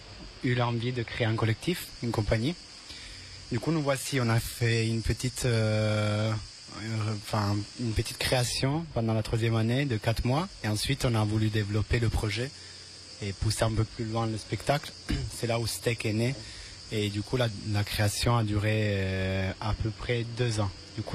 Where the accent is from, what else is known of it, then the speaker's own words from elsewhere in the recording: Italy; moved away; Alors moi je suis italien